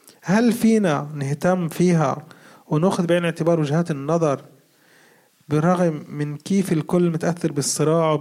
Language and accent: Arabic; Palestine; واحد من أكبر تحدياتنا كفلسطينيين هو إنه عم نتبعثر من أكثر من 100 سنة عم نتبعثر